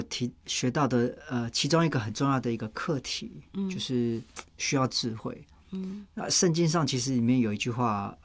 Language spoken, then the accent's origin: Chinese; Taiwan; 作为一个台湾人